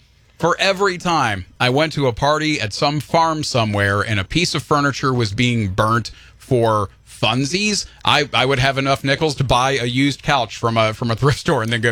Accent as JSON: {"language": "English", "town": "Cincinnati", "region": "Ohio", "country": "United States", "tie": "born or raised there", "moved": "yes", "lives_now": "Michigan, United States", "said": "I grew up in the Cincinnati area, right?"}